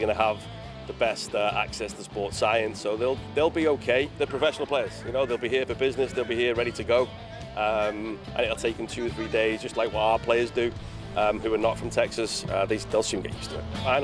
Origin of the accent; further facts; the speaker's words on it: Wales, United Kingdom; I've been here 12 years now and still, as a Welshman, still not got used to the heat.